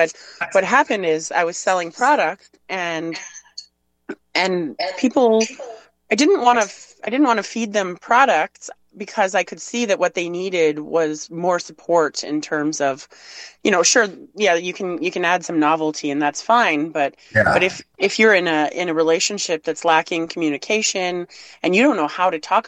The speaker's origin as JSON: {"language": "English", "country": "Canada", "said": "being a Canadian"}